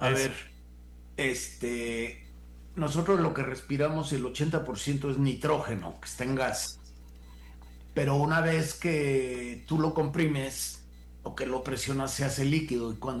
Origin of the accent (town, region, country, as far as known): Mexico